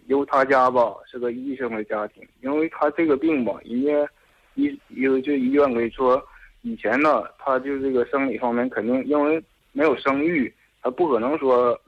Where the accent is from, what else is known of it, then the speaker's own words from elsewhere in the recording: Heishan, Liaoning, China; 因为咱家老家黑山那边的，